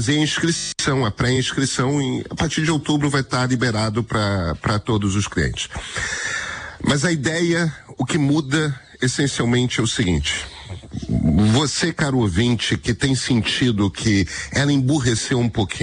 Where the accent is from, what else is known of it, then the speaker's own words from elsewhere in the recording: Rio de Janeiro, Brazil; Eu sou carioca, gente. Não, a gente não é nasceu pra isso.